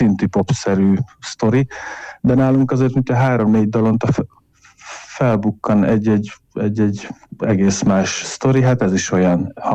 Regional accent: Hungary

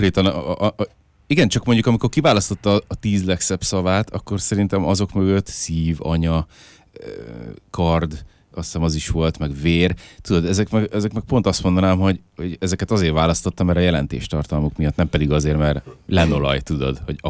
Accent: Hungary; moved away; also born or lived in Dublin, Ireland; én is magyarként éltem kint. Tehát én is egy bevándorló voltam kvázi azon a helyen.

